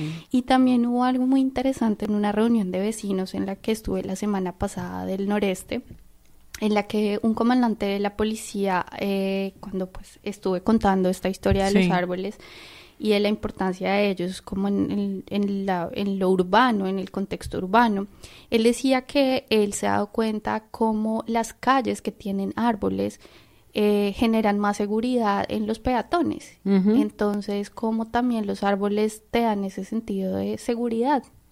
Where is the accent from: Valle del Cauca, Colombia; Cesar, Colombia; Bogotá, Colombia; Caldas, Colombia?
Bogotá, Colombia; now in Rochester, United States; yo crecí en Bogotá, que es la capital de Colombia, es una ciudad que tiene muchos árboles, pero que en realidad tú vives en conjuntos de edificios, no tanto en casas.